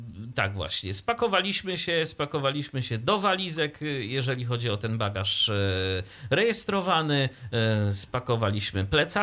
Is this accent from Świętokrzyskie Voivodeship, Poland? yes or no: no; Iława, Warmian-Masurian Voivodeship, Poland